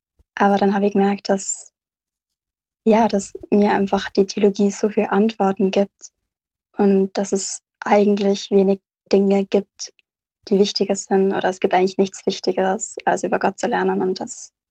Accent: Villach, Carinthia, Austria; ich bin gerade zugeschaltet von Villach, von Kärnten, wo ich herkomme und gerade Heimurlaub mache, sozusagen.

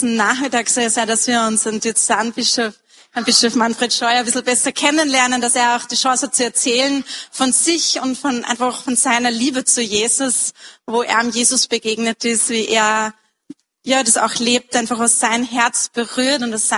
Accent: Upper Austria, Austria; sie sind ja das Oberhaupt bei uns in Oberösterreich der katholischen Kirche

